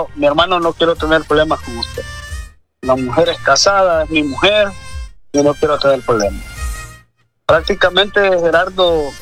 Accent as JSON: {"language": "Spanish", "town": "Danlí", "region": "El Paraíso", "country": "Honduras", "said": "¿Verdad? Yo soy de Daní el Paraíso, ¿verdad?"}